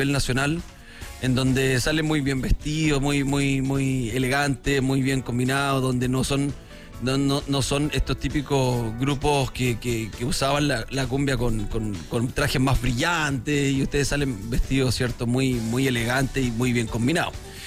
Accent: Iquique, Tarapacá, Chile; moved away; yo me crié, estuve gran parte de mi infancia en Iquique

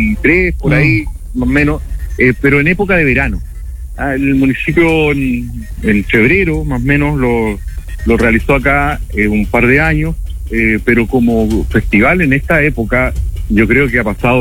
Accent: Villa Prat, Maule, Chile

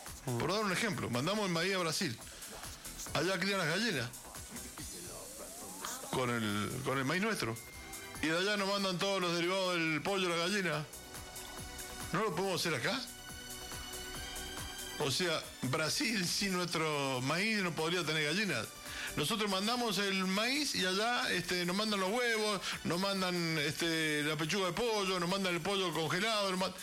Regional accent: Argentina; Somos inteligentes los argentinos porque con un alambre hace un auto

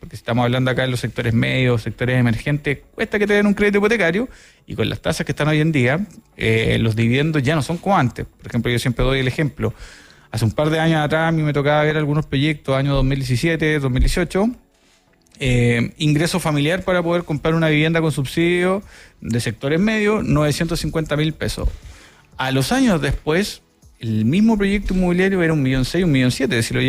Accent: Chile; Todos como chilenos

